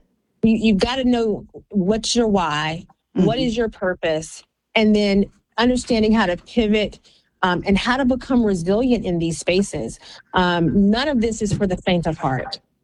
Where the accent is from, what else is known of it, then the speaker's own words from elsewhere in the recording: Athens, Georgia, United States; I grew up in the Black Baptist Church, you know, in my hometown of Athens, Georgia.